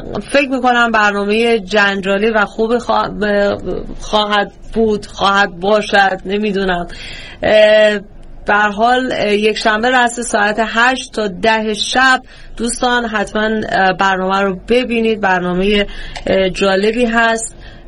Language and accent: Persian; Iran; خصوصا من که در ایران بعد از انقلاب بزرگ شدم.